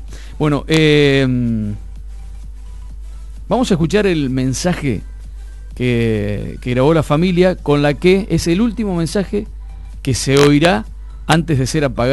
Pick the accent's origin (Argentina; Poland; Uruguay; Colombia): Argentina